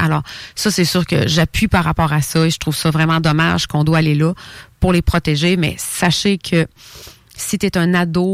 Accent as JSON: {"language": "French", "region": "Quebec", "country": "Canada", "said": "Bon, vous savez, moi, je suis québécoise."}